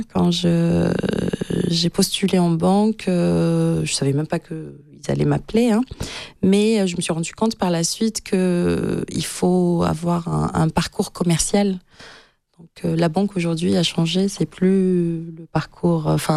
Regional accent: Algiers, Algiers Province, Algeria; moved away as an adult; now in France; moi, je suis née et grandie en Algérie, à Alger. Et je suis arrivée en France, donc du coup à l'âge adulte.

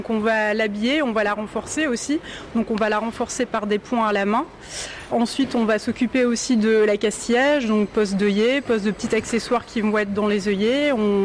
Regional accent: Hauts-de-France, France; parce qu'à la base, moi, je suis du Nord-Pas-de-Calais.

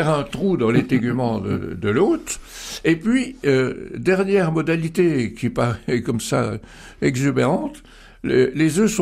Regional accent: France; chez nous, en France

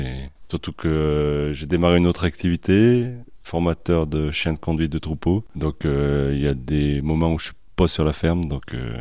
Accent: Périgneux, Auvergne-Rhône-Alpes, France; Oui, je suis originaire de Périgneux. Je suis né sur Périgneux. Mes parents avaient déjà une ferme que j'ai reprise en 2000.

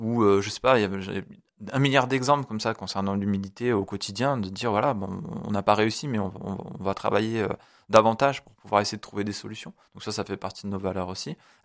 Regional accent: Avignon, Provence-Alpes-Côte d'Azur, France; moved away; moi je suis originaire d'Avignon, j'ai vécu de nombreuses années à Avignon et j'avais cette volonté aussi de revenir ici pour créer mon entreprise ici.

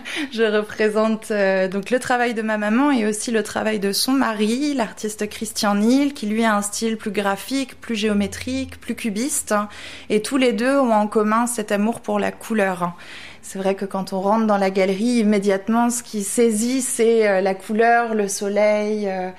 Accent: Pont-Aven, Brittany, France; born there; Moi, je suis née ici, je suis née en Bretagne.

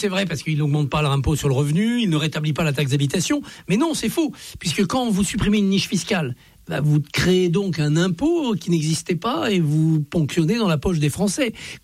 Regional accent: Auvergne-Rhône-Alpes, France; je suis de Haute-Savoie.

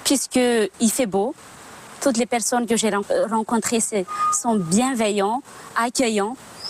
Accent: Madagascar

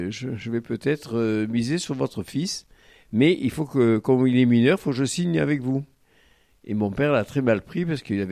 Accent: Barcelonnette, Provence-Alpes-Côte d'Azur, France; Et non, parce que j'ai été élevé en partie à Barcelonnette dans l'année et j'allais passer mes vacances à Saint-Tropez.

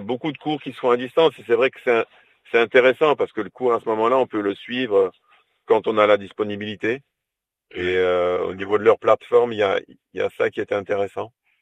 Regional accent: Montpellier, Occitanie, France; même qu'on est de Montpellier, hein

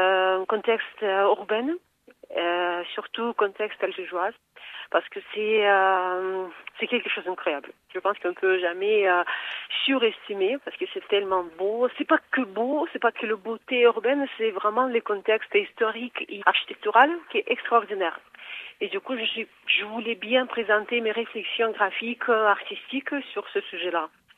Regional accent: Samara, Samara Oblast, Russia; moved away; J'ai profité, bien sûr, de présenter ma ville natale. Je suis de Samara. C'est une grande ville en Russie, mais très peu connue parce que c'est surtout les villes industrielles, mais avec quand même une grande partie historique.

